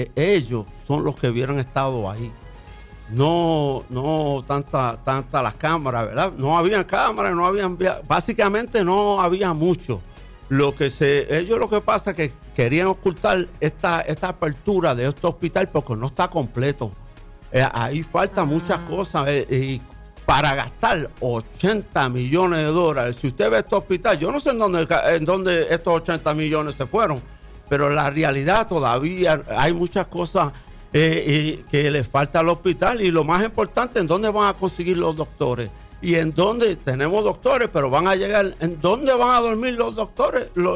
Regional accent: Fajardo, Puerto Rico; yo soy de aquí de Fajardo y yo ando por todos los lados.

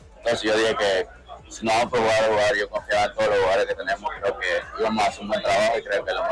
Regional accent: Panama; cada vez que vivo en Panamá creo que es un sentimiento diferente.

